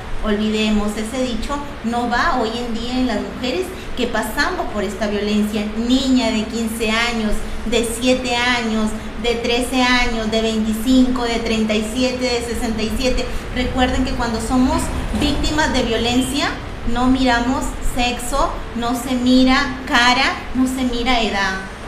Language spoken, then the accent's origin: Spanish; Peru; Somos peruanos